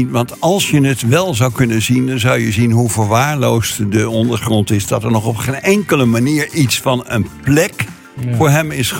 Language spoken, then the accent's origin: Dutch; Leiden, South Holland, Netherlands; moved away as an adult; now in Oegstgeest, Netherlands; Ik woon al bijna 84 jaar in Leiden. Ik ben echt een Leidenaar, al woon ik al 50 jaar in Oegstgeest.